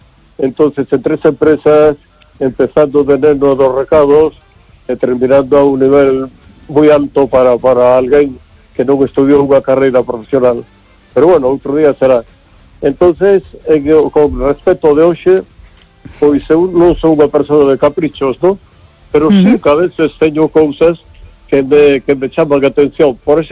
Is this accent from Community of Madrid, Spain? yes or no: no; Vigo, Galicia, Spain